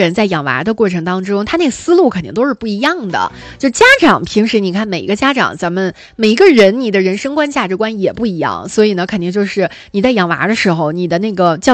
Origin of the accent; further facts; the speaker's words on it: Northeast China, China; moved away; 因为我是东北的嘛